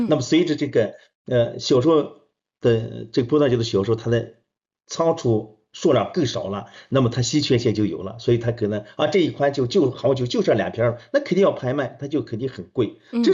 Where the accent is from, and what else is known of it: China